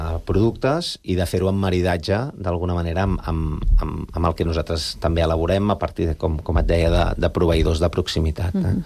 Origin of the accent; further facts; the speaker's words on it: Barcelona, Catalonia, Spain; i donat que som barcelonins